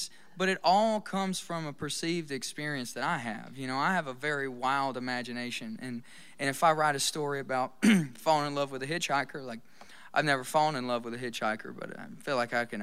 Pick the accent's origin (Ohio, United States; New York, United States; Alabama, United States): Alabama, United States; Pell City; moved away as an adult; now in Los Angeles, United States; I love Pell City, Alabama. It's my hometown, and that's where I got my life started.